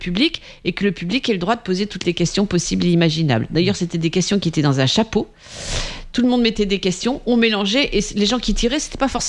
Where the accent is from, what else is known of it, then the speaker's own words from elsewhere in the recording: Nouvelle-Aquitaine, France; moi, je suis originaire du Périgord